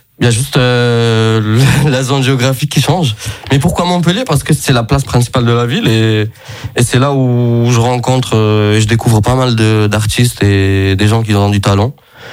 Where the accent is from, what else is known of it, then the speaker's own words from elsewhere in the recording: Italy; also born or lived in Morocco; Il faut savoir que je suis italien-marocain. Et donc ce morceau-là, il mélange parfaitement mes cultures, mes aspirations et mes influences musicales.